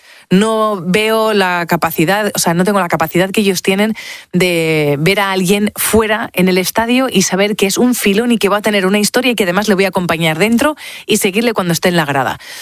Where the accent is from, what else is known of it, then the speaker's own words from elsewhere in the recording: Autol, La Rioja, Spain; also born or lived in Quel; yo soy de Autol y de Quel, que son dos pueblos, uno a 5 kilómetros del otro, y que tienen hasta distinto acento, distintas palabras, distintos platos.